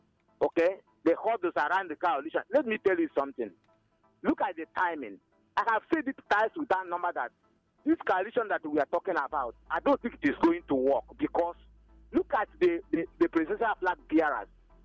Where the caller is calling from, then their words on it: Komoro, Ebonyi, Nigeria; I am reaching you from Komoro. Komoro is located in Inyaba, Development Center of Ebonyi State.